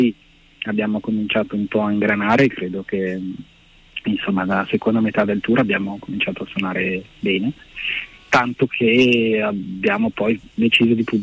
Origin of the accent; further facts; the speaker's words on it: Milan, Lombardy, Italy; born there; Italia, sono nato a Milano.